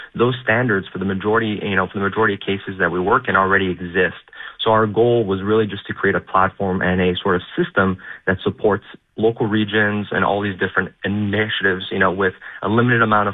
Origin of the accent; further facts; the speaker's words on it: Montreal, Quebec, Canada; I was born and raised in Montreal.